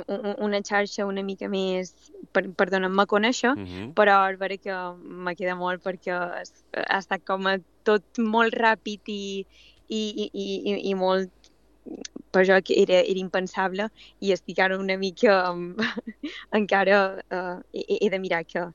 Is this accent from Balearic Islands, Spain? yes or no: yes; Pollença, Balearic Islands, Spain; jo som de Pollença